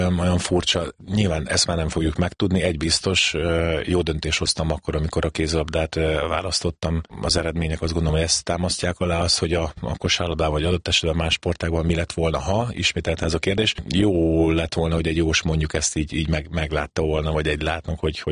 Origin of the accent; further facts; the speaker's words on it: Szeged, Csongrád-Csanád, Hungary; moved away as an adult; also born or lived in Székesfehérvár / Barcelona; Székesfehérvári születésű vagyok, szegedi nevelkedésű, és gyakorlatilag ott kezdtem el kosárlabdázni.